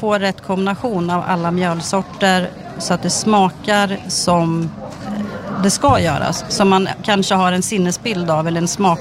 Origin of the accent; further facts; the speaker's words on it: Katrineholm, Södermanland, Sweden; Vi har precis öppnat upp en gårdsbutik i Sörmland i Katrineholm där jag kommer ifrån.